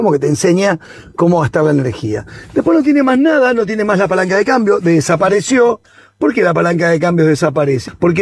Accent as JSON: {"language": "Spanish", "country": "Argentina", "said": "Somos argentinos"}